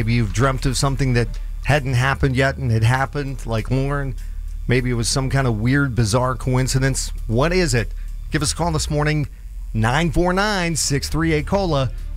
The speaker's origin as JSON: {"language": "English", "region": "North Dakota", "country": "United States", "also_born_or_lived": "Minnesota", "said": "And he knows I'm originally from North Dakota and Minnesota"}